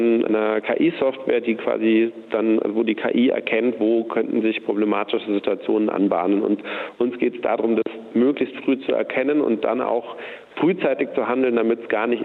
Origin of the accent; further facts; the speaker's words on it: Munich, Bavaria, Germany; Und wenn ich als Münchner Kommunalpolitiker irgendwo unterwegs bin